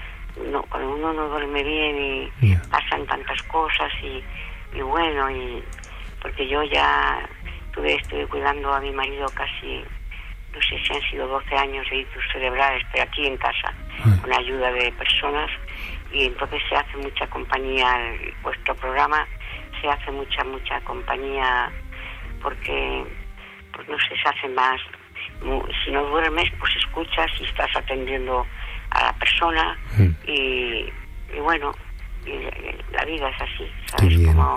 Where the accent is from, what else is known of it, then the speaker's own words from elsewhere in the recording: Riaza, Castile and León, Spain; Yo soy de Riaza, de Segovia, sí.